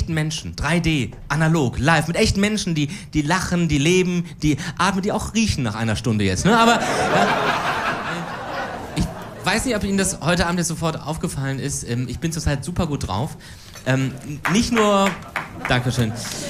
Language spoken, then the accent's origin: German; Cologne, North Rhine-Westphalia, Germany; als Kölner